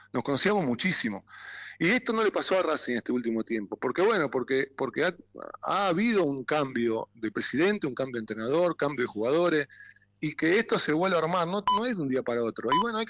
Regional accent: Argentina; 100% de los argentinos nos sentimos identificados con lo que ellos hacen. Porque somos también nosotros somos esos argentinos.

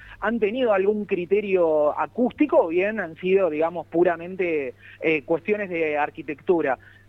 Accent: Santa Fe, Argentina; moved away as an adult; now in Buenos Aires, Argentina; yo hace ya unos 10 años que bueno, soy santafesino, me vine a Buenos Aires, sí, a estudiar esta carrera de Ingeniería de Sonido

